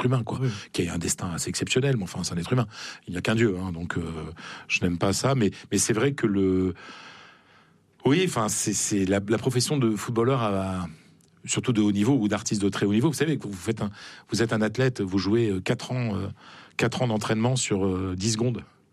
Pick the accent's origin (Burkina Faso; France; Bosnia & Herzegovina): France; moved away; also born or lived in Madrid, Spain